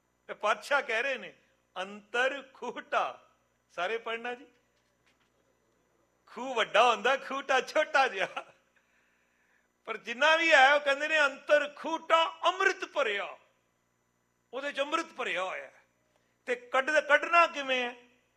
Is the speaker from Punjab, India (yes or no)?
no; Delhi, India; ਮੇਰਾ ਜਨਮ ਦਿੱਲੀ ਦਾ, ਐਜੂਕੇਸ਼ਨ ਦਿੱਲੀ ਚ ਹੋਈ।